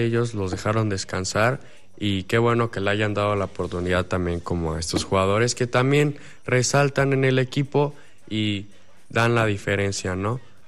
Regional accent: Mexico; También soy mexicano

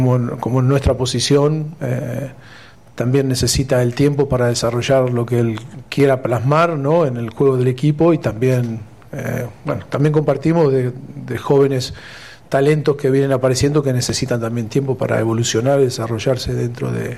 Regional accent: Argentina; Pero bueno, siendo argentino está claro

